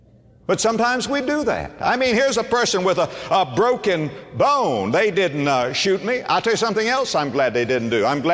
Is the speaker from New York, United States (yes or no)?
no; Florida, United States; born or raised there